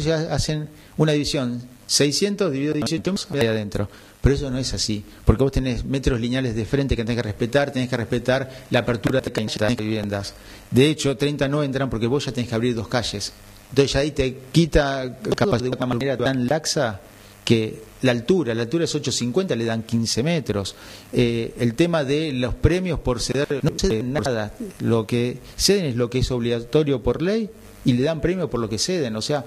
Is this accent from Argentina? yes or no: yes; Boulogne Sur Mer, Buenos Aires Province, Argentina; nosotros somos de Boulogne